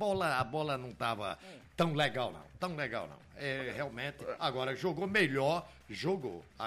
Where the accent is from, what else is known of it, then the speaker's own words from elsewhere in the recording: Patos, Paraíba, Brazil; Rapaz, eu me lembro quando eu era menino lá em Patos, sabe?